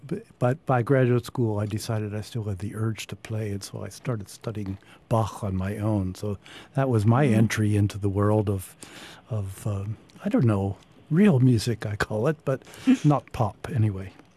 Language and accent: English; Midwest, United States; I grew up in the Midwest